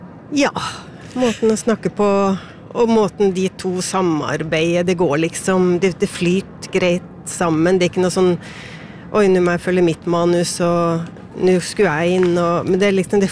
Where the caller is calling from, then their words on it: Northern Norway, Norway; jeg er jo nordlending